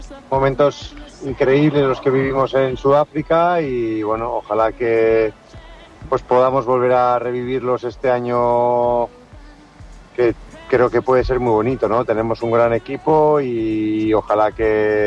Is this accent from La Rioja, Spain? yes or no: yes; La Rioja, Spain; somos los dos riojanos, el de Aro.